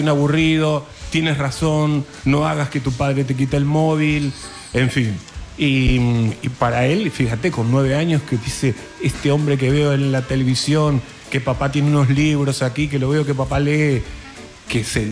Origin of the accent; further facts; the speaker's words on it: Uruguay; moved away; Bueno, yo soy uruguayo. Hace 21 años que estoy aquí